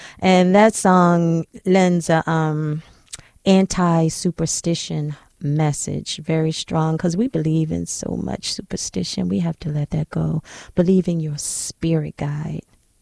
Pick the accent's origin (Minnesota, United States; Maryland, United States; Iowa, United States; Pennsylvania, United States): Pennsylvania, United States; Philadelphia; That's a Philly soul song. That's my hometown.